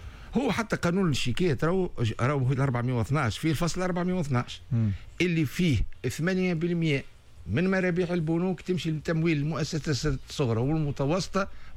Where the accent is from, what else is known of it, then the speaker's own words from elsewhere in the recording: Tunisia; عندنا في تونس